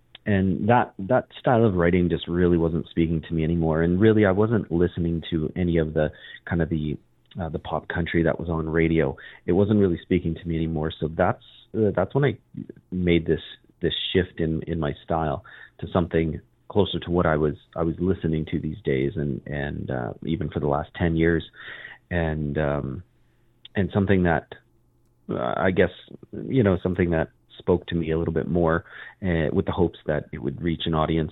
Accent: Saskatchewan, Canada; now in Saskatoon, Canada; I'm from Saskatoon. I grew up in small town Saskatchewan, kind of southeast Saskatchewan, in a small town of 1,100 people.

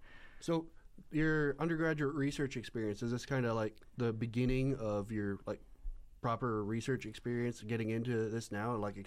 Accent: Prince George, British Columbia, Canada; I grew up here

